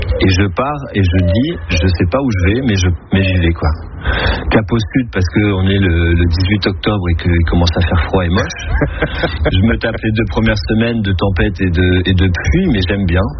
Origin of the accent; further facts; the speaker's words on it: Barcelona, Catalonia, Spain; vu que j'ai grandi à Barcelone, je pars à Barcelone.